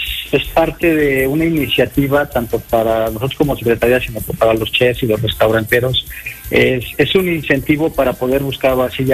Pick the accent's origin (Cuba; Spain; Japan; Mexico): Mexico; Puebla; y obviamente como poblanos es un orgullo decir que ya tenemos 14 establecimientos poblanos reconocidos dentro de esta guía.